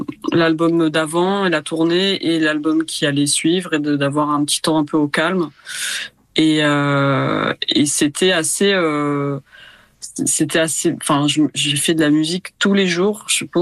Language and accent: French; Ramatuelle, Provence-Alpes-Côte d'Azur, France; Ben, en fait, j'ai un lien assez fort avec Ramatuelle, donc là où j'ai grandi, puisque toute ma famille est là